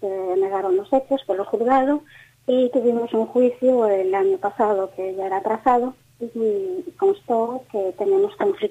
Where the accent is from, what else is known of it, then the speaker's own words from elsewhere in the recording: Galicia, Spain; Mire, yo soy una persona gallega.